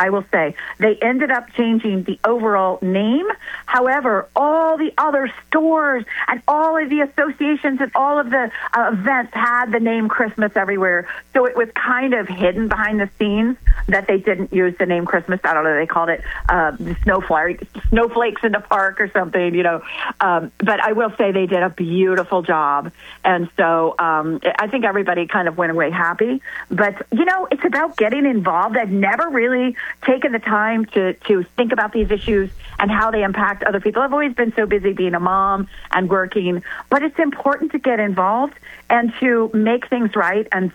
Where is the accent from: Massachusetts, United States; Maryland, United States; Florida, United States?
Florida, United States; Winter Park; I grew up in Winter Park.